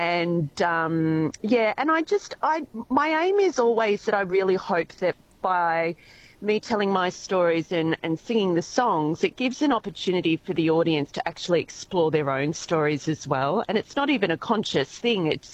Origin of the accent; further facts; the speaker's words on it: Port Fairy, Victoria, Australia; I grew up in Port Fairy